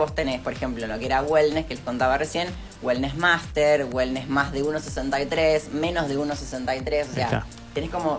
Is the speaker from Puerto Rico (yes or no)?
no; Argentina; porque fui la única argentina que fue.